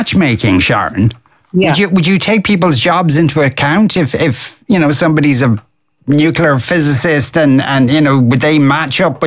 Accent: Tallaght, Leinster, Ireland; I was the only dub, and when they heard I was from Tala, they all erupted with delight.

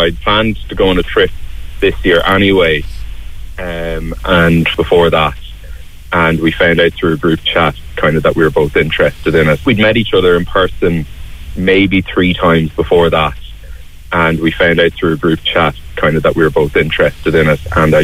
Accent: Navan, County Meath, Ireland; I'm from Navan.

